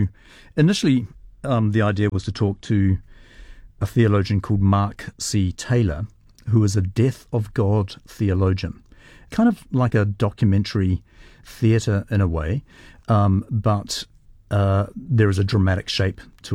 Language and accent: English; Singapore; I was brought up in Singapore when my father was the chaplain of St. Andrew's College in Singapore